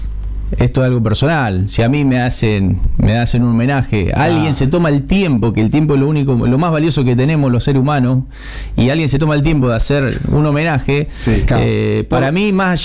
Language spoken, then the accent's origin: Spanish; Argentina; para nosotros, para los argentinos.